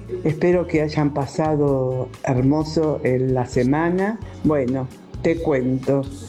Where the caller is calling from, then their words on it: Buenos Aires, Argentina; de Paternal.